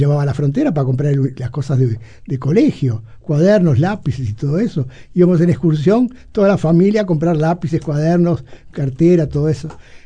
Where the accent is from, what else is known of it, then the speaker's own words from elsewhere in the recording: Uruguay; Contrabandistas siendo uruguayos, sí, y siendo sobrinos de … no soy sobrino directo, soy sobrino cultural.